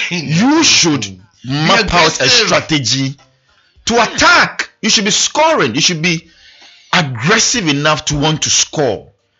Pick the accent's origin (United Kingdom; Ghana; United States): Ghana; I was just being a Ghanaian.